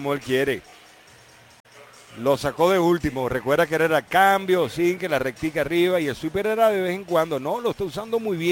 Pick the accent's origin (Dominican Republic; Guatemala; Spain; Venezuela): Venezuela; Bolívar; born there; moved away; Barlovento, es una ciudad que está cerca, por cierto, de donde yo nací, en el estado, está en el estado Bolívar, y está de San Félix